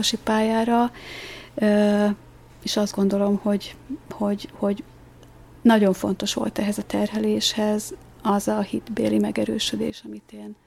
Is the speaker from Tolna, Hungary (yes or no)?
yes; Tolna, Hungary; én katolikusként lettem megkeresztelve. Ez egy olyan Tolna megyei részről származom, ahol a svábok katolikusok voltak